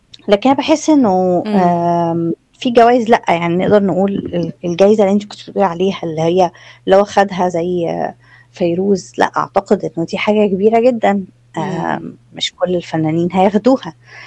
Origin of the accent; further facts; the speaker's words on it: Egypt; إحنا كمصريين